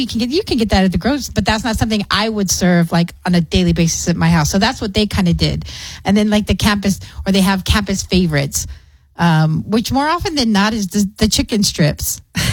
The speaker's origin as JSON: {"language": "English", "town": "Clint", "region": "Texas", "country": "United States", "tie": "born or raised there", "said": "growing up in Clint"}